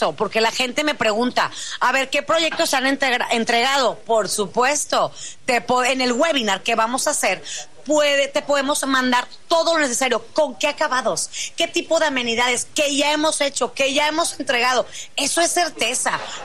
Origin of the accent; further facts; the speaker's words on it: Monterrey, Nuevo León, Mexico; yo soy regia